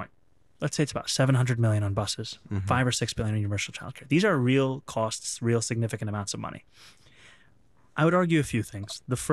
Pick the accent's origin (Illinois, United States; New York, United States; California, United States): New York, United States; New York City; You know, being a New Yorker means being at ease with much of what is thrown at you.